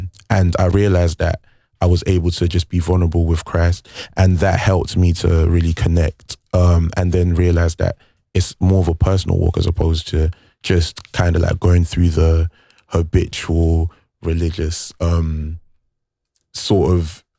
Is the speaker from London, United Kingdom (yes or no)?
yes; London, United Kingdom; also born or lived in Nigeria; I was born in Nigeria. I lived there for 5 years. Then we came to London and kind of just moved all around South London for a bit, living still Southeast London around there.